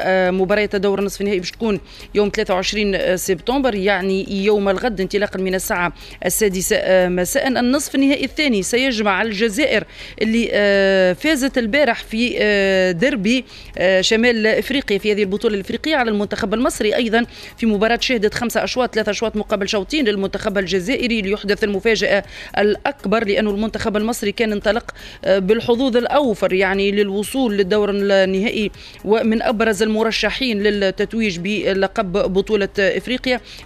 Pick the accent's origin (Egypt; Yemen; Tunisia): Tunisia